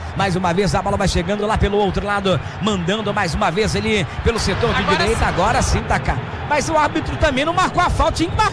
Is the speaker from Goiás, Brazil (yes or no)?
no; Belo Horizonte, Minas Gerais, Brazil; now in Rio de Janeiro, Brazil; eu sou de Belo Horizonte, Minas Gerais, e hoje estou no Rio de Janeiro.